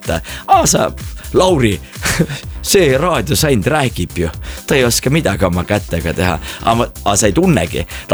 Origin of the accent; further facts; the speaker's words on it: Võru, Võru County, Estonia; Võrus pärit, seal öeldakse maka, ehk siis maka, magan, Võru keeles, maka.